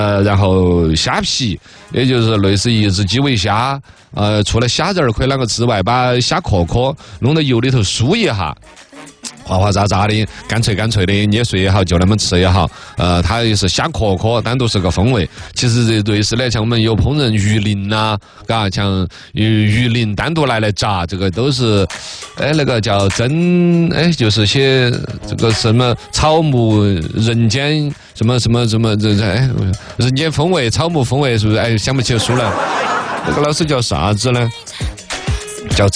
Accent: China; 就我们中国人吃的啥子内脏啊，像我们吃的鸭肠啊、毛肚啊

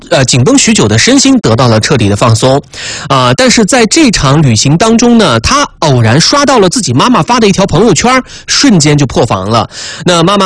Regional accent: Xinjiang, China; 今天这间直播间被两个新疆人所占领了

